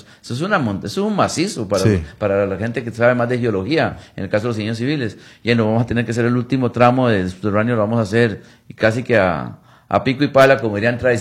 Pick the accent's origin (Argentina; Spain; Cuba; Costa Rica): Costa Rica; tenemos que valorarlo como costarricenses.